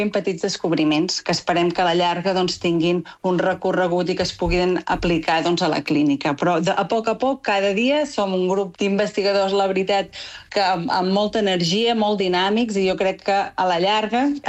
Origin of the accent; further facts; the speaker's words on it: Olot, Catalonia, Spain; moved away as an adult; now in Lisbon, Portugal; Fa concretament 6 anys ara que estic a Lisboa. Sí, sóc d'Olot.